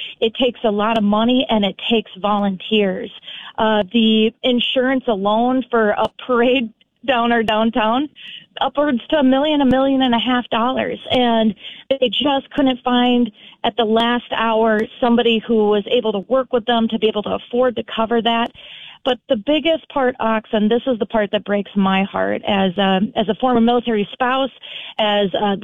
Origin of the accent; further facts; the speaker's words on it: Alexandria, United States; I am. I consider that my hometown. My parents are still there, and we frequent there quite a bit.